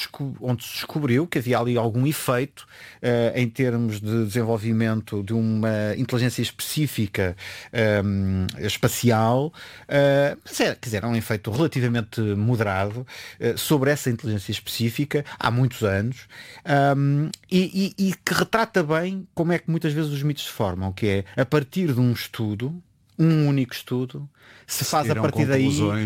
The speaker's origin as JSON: {"language": "Portuguese", "town": "Torres Vedras", "region": "Lisbon", "country": "Portugal", "said": "Eu sou de Torres Vedras"}